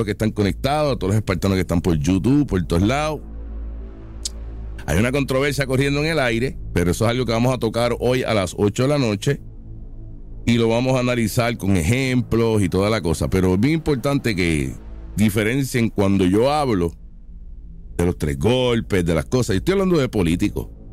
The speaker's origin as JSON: {"language": "Spanish", "country": "Puerto Rico", "said": "¿por qué yo como puertorriqueño no tengo permiso rápido?"}